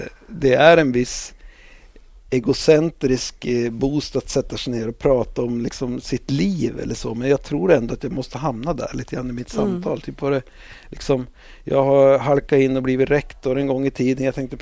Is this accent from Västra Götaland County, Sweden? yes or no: no; Mörsil, Jämtland County, Sweden; now in Åkersberga, Sweden; Mörsil, där jag växte upp